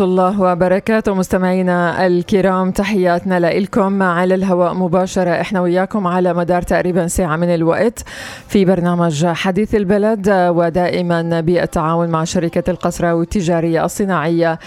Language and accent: Arabic; Palestine; معاناتنا كفلسطينيين داخل بلدنا فلسطين